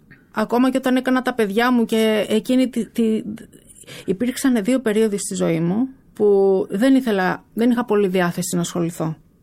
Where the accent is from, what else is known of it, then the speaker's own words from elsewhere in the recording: Athens, Attica, Greece; also born or lived in Piraeus; Εγώ μεγάλωσα στην Αθήνα βέβαια.